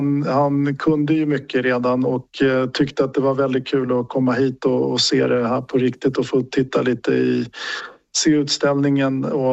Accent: Sweden; Men jag är då uppväxt i Sverige med den bakgrunden och det är ju en minoritet i Sverige

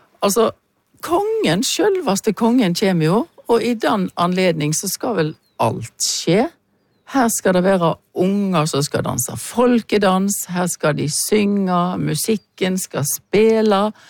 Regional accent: Kvam, Vestland, Norway; now in Norheimsund, Norway; jeg er fra Kvam.

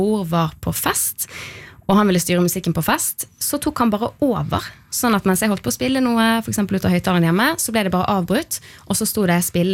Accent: Italy; meg og mine to yngre søsken, vi er jo vokst opp deler av barndommen i Italia, har ikke hørt så veldig mye på norsk musikk.

